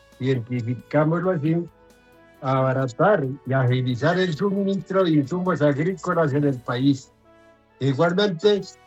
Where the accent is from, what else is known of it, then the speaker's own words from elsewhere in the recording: Llanos Orientales, Colombia; mi tierra, bendición de Dios, los llanos orientales, Casanare, Arauca, Meta